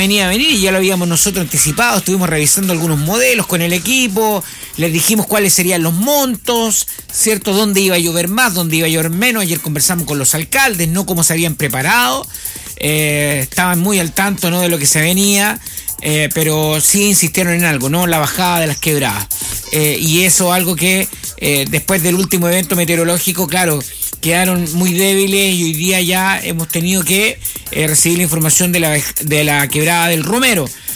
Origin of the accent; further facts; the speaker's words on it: Chile; somos porfiados los chilenos